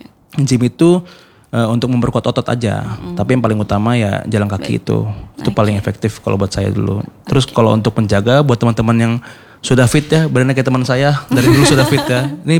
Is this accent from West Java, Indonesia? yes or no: yes; Bekasi, West Java, Indonesia; Saya kan asal Bekasi ya.